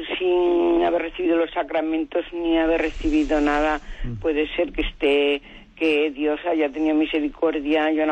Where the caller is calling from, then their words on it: Salamanca, Castile and León, Spain; llamo de Salamanca.